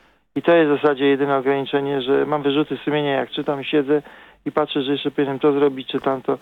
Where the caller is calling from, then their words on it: Warsaw, Masovian Voivodeship, Poland; Ja z Warszawy jestem